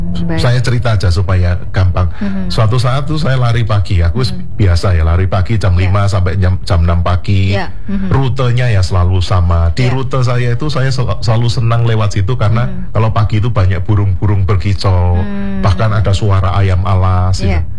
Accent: Kediri, East Java, Indonesia; moved away as an adult; now in Surabaya, Indonesia; saya itu asli dari Kediri Pak. Walaupun sudah 21 tahun di Surabaya. Asli saya Kediri. Dan saya diasuh di lingkungan yang ya 99,99% tuh muslim.

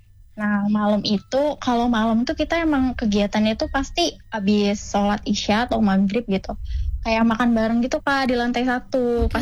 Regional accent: Bandar Lampung, Lampung, Indonesia; Oke, kenalin … aku dari

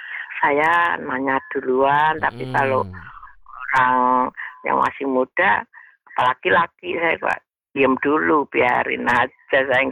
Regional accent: Makassar, South Sulawesi, Indonesia; Oh, berarti bukan orang Semarang ya? Iya, saya dari Makassar.

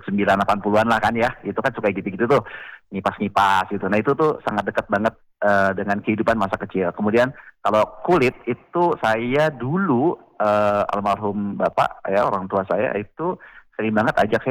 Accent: Kupang, East Nusa Tenggara, Indonesia; moved away; Iya, karena saya lahir di Kupang.

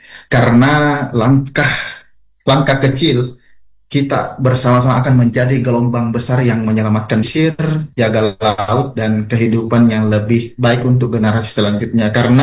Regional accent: South Sulawesi, Indonesia; Desa kami menjadi tujuan wisata khususnya di Sulawesi Selatan saat ini.

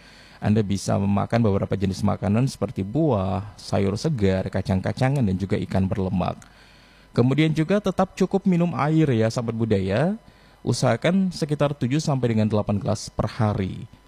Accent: Gorontalo, Indonesia; Saya orang Gorontalo

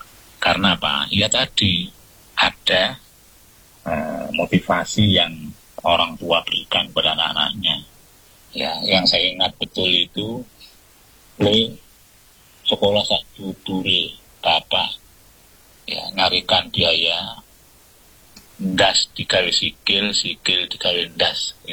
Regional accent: Java, Indonesia; karena saya juga orang Jawa, saya sangat familiar dengan semboyan ini

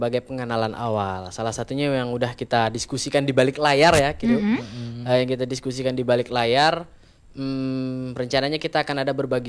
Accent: Sanggau, West Kalimantan, Indonesia; Seperti saya aslinya dari Sanggau.

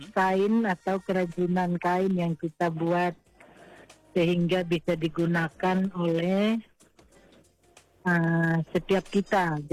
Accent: Papua, Indonesia; kita orang Papua

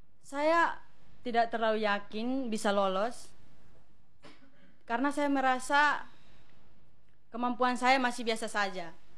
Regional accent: Eban, East Nusa Tenggara, Indonesia; Saya berasal dari Eban.

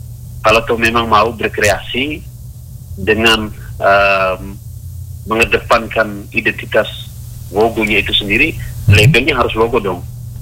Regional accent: East Nusa Tenggara, Indonesia; kita, orang Wogo

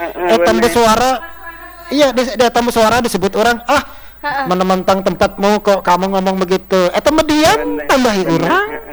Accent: East Kalimantan, Indonesia; kami orang Kutai lah gitu.

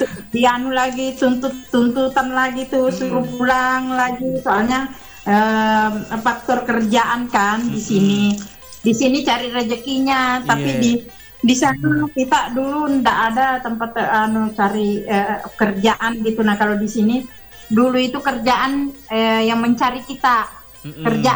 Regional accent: Sidrap, South Sulawesi, Indonesia; moved away as an adult; now in Samarinda, Indonesia; aku aja merantau ke sini nih, enggak banyak aku tahu daerahku. Tahunya cuma daerah Sidrap itu aja.

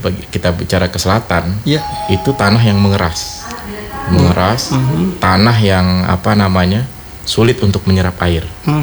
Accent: Sumbawa, West Nusa Tenggara, Indonesia; born there; moved away as an adult; Lahir juga Sumbawa. Memang saya orang Sumbawa, dulu tugas di Sumbawa, sekarang pindah.

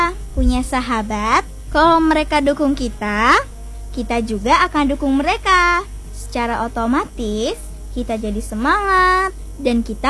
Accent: Nias, North Sumatra, Indonesia; Sebagai anak Nias, kita memiliki budaya yang sangat berharga.

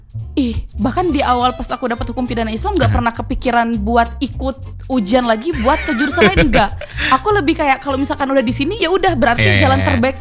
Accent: Sumatra, Indonesia; now in Bandung, Indonesia; Aku aslinya orang Sumatera

